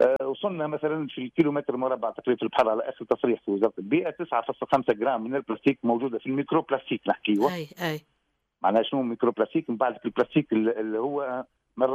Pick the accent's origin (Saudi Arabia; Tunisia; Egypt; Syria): Tunisia; موجودة عندنا في تونس